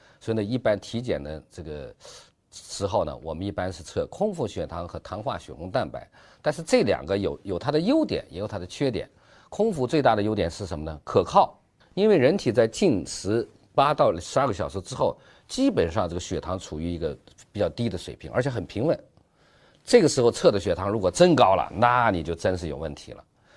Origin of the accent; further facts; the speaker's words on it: China; 我们中国人